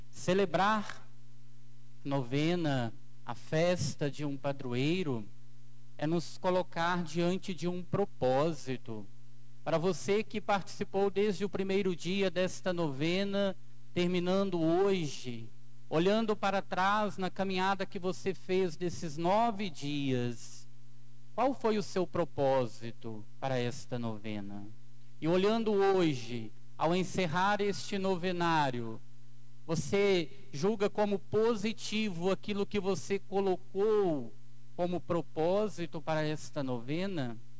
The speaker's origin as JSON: {"language": "Portuguese", "town": "Santos Dumont", "region": "Minas Gerais", "country": "Brazil", "tie": "born or raised there", "said": "Sou filho desta terra, desta cidade. Sou natural aqui de Santos Dumont. Moro lá em Dores do Paraibuna, distrito aqui de Santos Dumont"}